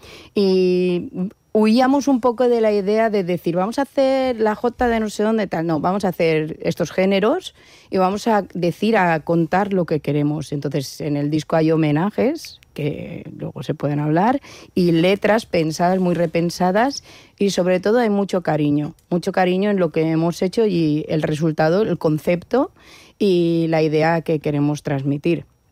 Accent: Valencia, Valencian Community, Spain; aunque yo soy de Valencia, yo me siento de pueblo, porque es como me han criado, con esos valores.

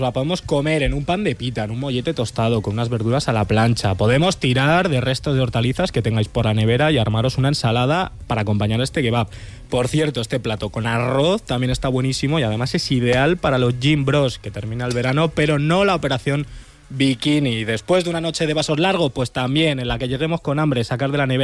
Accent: Spain; Soy español, pero tengo que...

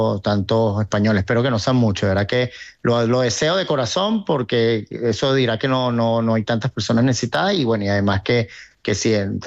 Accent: Caracas, Capital District, Venezuela; also born or lived in Tenerife; No, yo nací acá, mis padres sí son de Tenerife y con los vinos, yo tengo 55 años y nací acá, viví allá en Tenerife un tiempo, pero toda mi vida la he pasado acá y como soy venezolano.

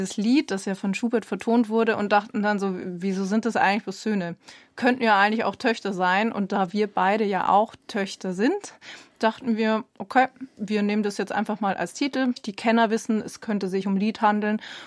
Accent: Straubing, Bavaria, Germany; Also ich bin gebürtige Straubingerin. Ich bin dort aufgewachsen

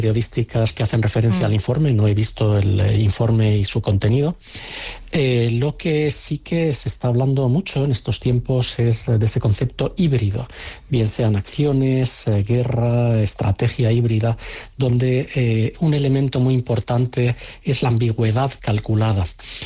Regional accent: Spain; ahora ya hablo no como analista, sino como ciudadano español

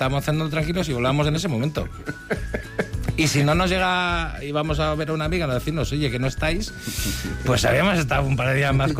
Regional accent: Spain; ¿Sois americanos? No, somos españoles.

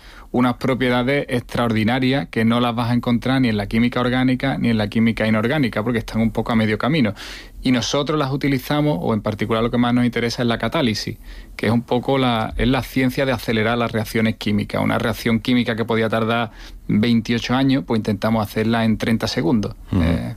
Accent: Seville, Andalusia, Spain; Yo vine a Sevilla porque soy de Sevilla

